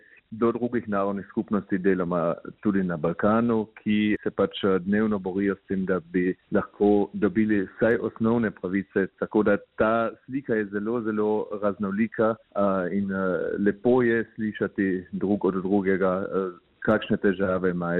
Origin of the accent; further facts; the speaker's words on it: Carinthia, Austria; Mi kot koroški Slovenci